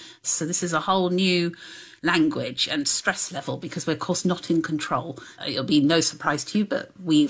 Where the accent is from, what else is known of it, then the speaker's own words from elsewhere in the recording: London, United Kingdom; I come from European roots. My dad's side of the family will come from Europe, some of them in the Second World War. And so I've always been brought up as European, British, absolutely, then frankly English and a Londoner, a very important part of the identity.